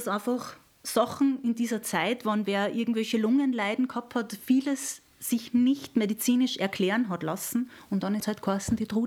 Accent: Bruck an der Großglocknerstraße, Salzburg, Austria; moved away as an adult; also born or lived in St. Pölten / Tanzania; Also ich bin in Bruck aufgewachsen

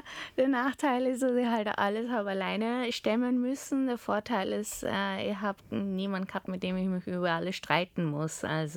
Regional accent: Austria; born there; aber wir haben immer Deutsch geredet, ich bin in Österreich geboren, ich habe in Österreich maturiert. Jetzt bin ich wieder in Österreich seit 16 Jahren, also ich bin schon viel mehr Österreicherin als Holländerin.

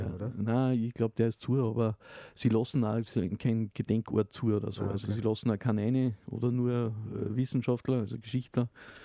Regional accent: Upper Austria, Austria; Ich als Oberösterreicher muss das jetzt noch bringen.

